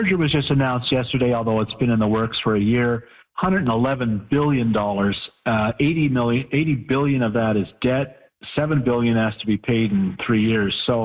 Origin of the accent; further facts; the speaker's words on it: Toronto, Ontario, Canada; when I was a kid growing up in Etobicoke